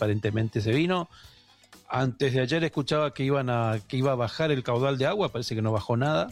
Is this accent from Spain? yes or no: no; Itatí, Corrientes, Argentina; born there; moved away; mi pueblo, Itatí.